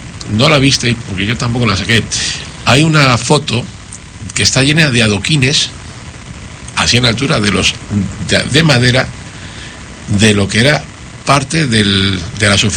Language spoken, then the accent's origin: Spanish; Spain; now in Argentina; vengo de España